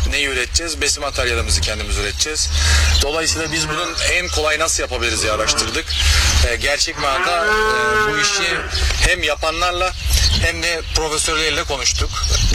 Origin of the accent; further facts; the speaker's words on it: Aydın, Turkey; also born or lived in Istanbul; Uzun süreler İstanbul'da görev yaptım. Aslen Aydınlıyım. Aydın'a yerleştim, geldim.